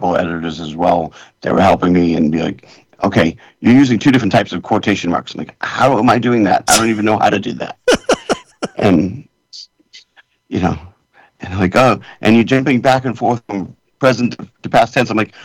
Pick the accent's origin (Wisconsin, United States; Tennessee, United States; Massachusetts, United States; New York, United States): Massachusetts, United States; Billerica; now in California, United States; I'm from Billerica, Massachusetts.